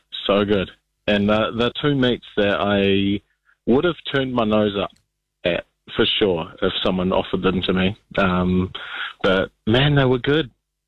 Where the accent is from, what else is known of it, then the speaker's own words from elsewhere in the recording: New Zealand; especially as a Kiwi